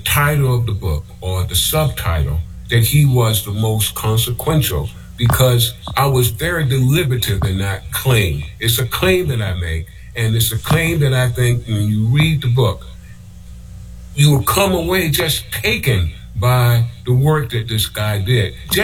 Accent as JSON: {"language": "English", "town": "Savannah", "region": "Georgia", "country": "United States", "tie": "born or raised there", "moved": "yes", "said": "when I was an undergraduate student at Savannah State College, a historically black college down in my hometown. I was a political science undergraduate major"}